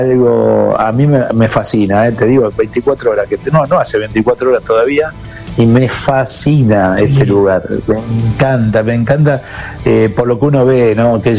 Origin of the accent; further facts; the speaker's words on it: Argentina; te escuchan que sos argentino